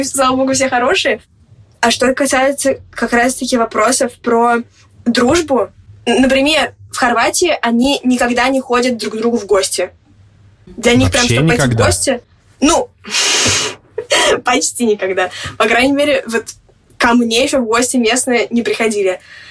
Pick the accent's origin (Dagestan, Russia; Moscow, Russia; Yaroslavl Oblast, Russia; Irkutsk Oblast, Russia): Moscow, Russia; moved away; девочка из Москвы